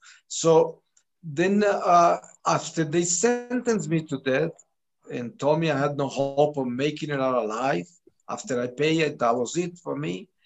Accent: Colombia; I was driving at midnight into a coffee ranch plantation of one of my uncles in my hometown. And I was surprised by the rebels of the Colombian Revolutionary Army called FARC.

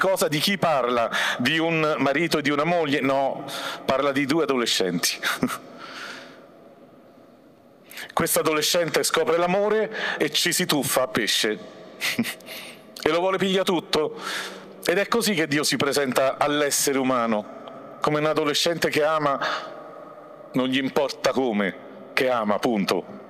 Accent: L'Aquila, Abruzzo, Italy; so dell'Aquila, quindi insomma il terremoto l'ho partecipato di prima persona

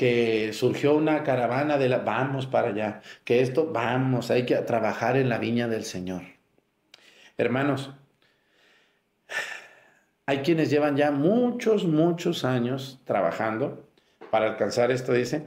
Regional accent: Jalisco, Mexico; now in Guerrero, Mexico; Yo soy de Jalisco, pero Dios me puso en Guerrero. Aquí trato de florecer, porque aquí Dios me puso.

